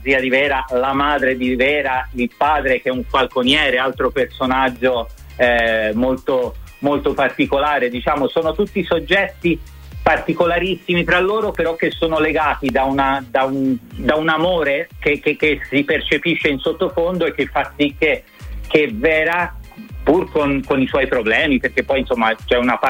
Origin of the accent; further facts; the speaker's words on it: Tuscany, Italy; nel mio caso che sono toscano, un babbo